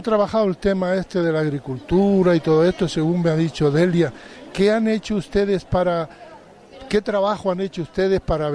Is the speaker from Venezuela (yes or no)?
no; Fuerteventura, Canary Islands, Spain; Yo soy majorero, igual que ustedes, y cuando era chico se llamaba Puerto Cabra.